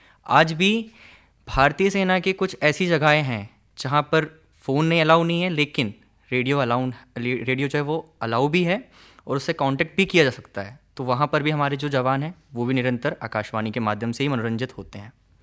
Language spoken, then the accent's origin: Hindi; Chhindwara, Madhya Pradesh, India